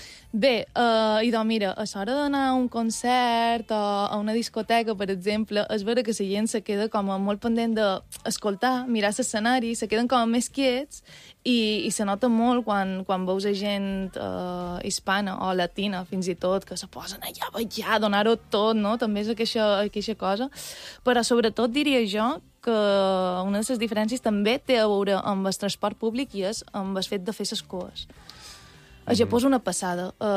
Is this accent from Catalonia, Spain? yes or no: no; Balearic Islands, Spain; jo li deia, bé, sóc d'una illa d'Espanya, sóc de Mallorca